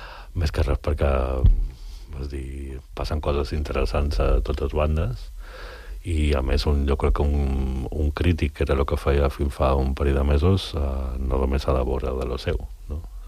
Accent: Balearic Islands, Spain; now in Barcelona, Spain; Tinc en compte que jo visc a Barcelona, som mallorquí, per mi Sant Cugat forma part de l'àrea d'influència de Barcelona

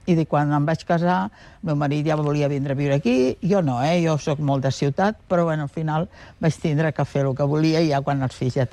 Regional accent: Barcelona, Catalonia, Spain; born there; No, vaig néixer a Barcelona.

